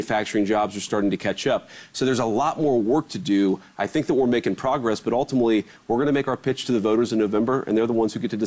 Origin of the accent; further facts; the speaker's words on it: Middletown, Ohio, United States; that's Middletown, Ohio. That's my hometown in southwestern Ohio. It was a proud steel town.